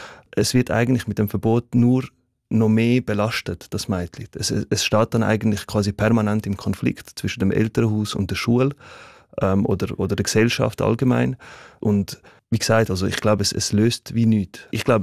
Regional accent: Switzerland; Ich bin selber in der Schweiz sozialisiert, aufgewachsen eben als quasi Person mit muslimischem Hintergrund.

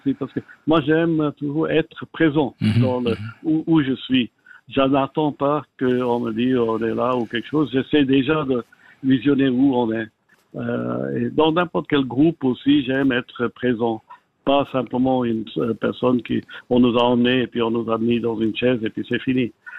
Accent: Geneva, Switzerland; born or raised there

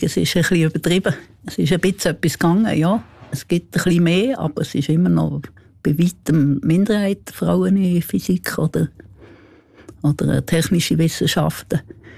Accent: Solothurn, Switzerland; Ich bin zwar nicht Berner, ich bin Solothurner

